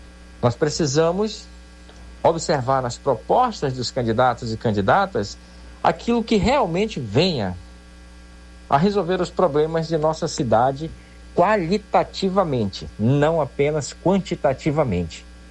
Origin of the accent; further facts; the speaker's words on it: Manaus, Amazonas, Brazil; nós temos coisas boas, coisas maravilhosas de que nos orgulhar como amazonenses, como manauaras.